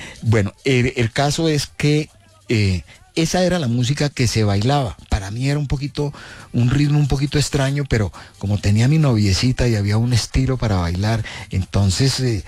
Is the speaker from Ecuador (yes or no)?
no; Quibdó, Chocó, Colombia; born there; also born or lived in Puerto Berrío; now in Bogotá, Colombia; cuando era niño, cuando estaba en Quibdó